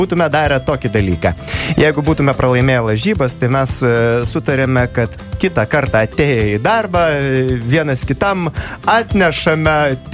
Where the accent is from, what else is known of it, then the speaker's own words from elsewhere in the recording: Dzūkija, Lithuania; born there; gimiau pačiame gražiausiame rajone Dzūkijos širdyje.